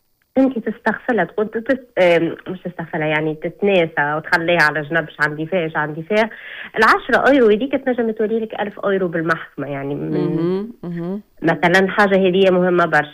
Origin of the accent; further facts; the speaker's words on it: Tunisia; ولدت في تونس أنا عندي فرصة أني تعلمت وقريت